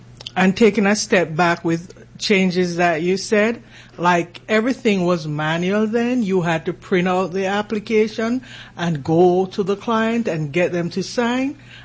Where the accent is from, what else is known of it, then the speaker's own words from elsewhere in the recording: Jamaica; accent: Jamaican; moved away as an adult; now in United States; So I was born in Jamaica, and I actually came here as an adult.